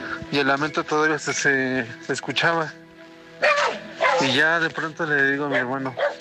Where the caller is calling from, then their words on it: Pachuca, Hidalgo, Mexico; Soy de Pachuca, Hidalgo.